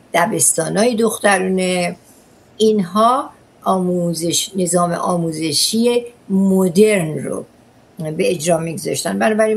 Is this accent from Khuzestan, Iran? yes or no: yes; Ahvaz, Khuzestan, Iran; در اهواز دنیا اومدم، دیپلمم هم در اهواز گرفتم. در اهواز اون زمان شهر عقب افتاده بود ولی بعدن خب تغییرات بزرگی کرد.